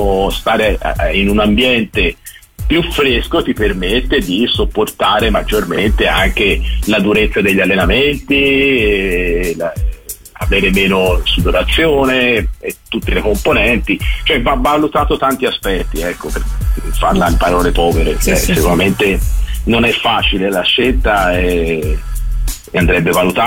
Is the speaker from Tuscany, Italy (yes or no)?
yes; Florence, Tuscany, Italy; sono fiorentino